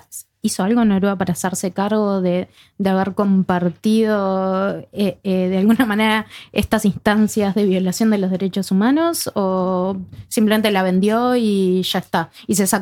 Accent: Uruguay; Aunque yo como uruguaya

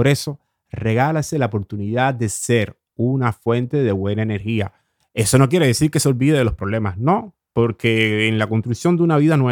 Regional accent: Cuba; now in Oslo, Norway; Como diríamos en Cuba

